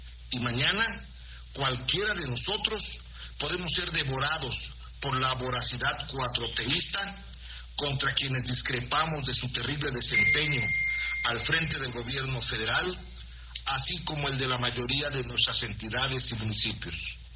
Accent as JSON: {"language": "Spanish", "region": "Veracruz", "country": "Mexico"}